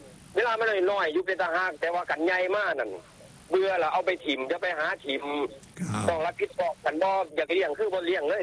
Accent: Ubon Ratchathani, Thailand; ทั้งอุบลแบ่งบ่ได้ครับทั้งอุบลผมแล้วบ้านเกิดผมนี่แบ่งบ่ได้

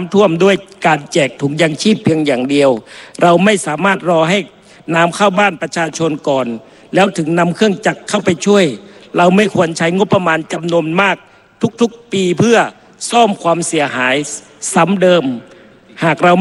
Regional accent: Nan Province, Nan, Thailand; ผมเป็นคนจังหวัดน่าน

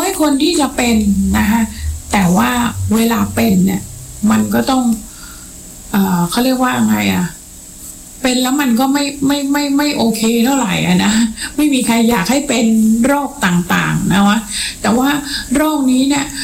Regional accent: Chonburi, Thailand; เรามาจากชลบุรีนะเรามาจากถิ่นข้าวหลามนะ

